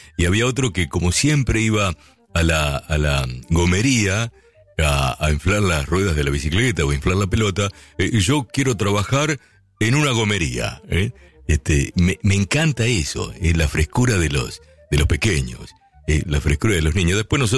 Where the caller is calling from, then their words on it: Gregorio de Laferrere, Buenos Aires Province, Argentina; acá firme, escuchando como todos los fines de semana. Dios lo bendiga. Soy de La Ferrere.